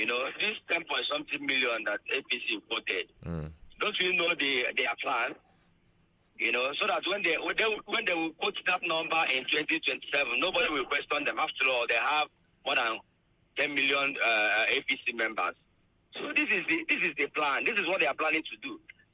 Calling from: Enugu, Enugu State, Nigeria; I come from Enugu.

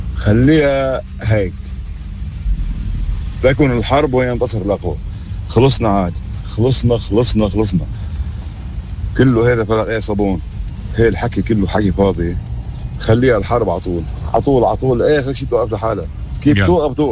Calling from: Lebanon; انا زلمه لبناني.

